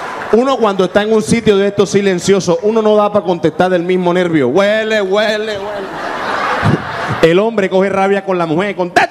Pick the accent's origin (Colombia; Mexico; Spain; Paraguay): Colombia; Caribbean Region; Pero entonces, nosotros los colombianos nos dividimos en regiones. Nosotros somos los costeños.